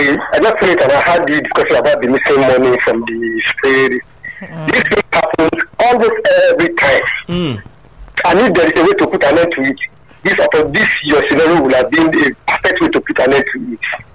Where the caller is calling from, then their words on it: Abule Egba, Lagos, Nigeria; I'm from Abulegba.